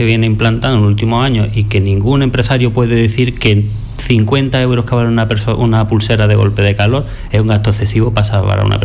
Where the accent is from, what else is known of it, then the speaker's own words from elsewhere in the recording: Málaga, Andalusia, Spain; los que somos malagueños sabemos lo que es un día de terral.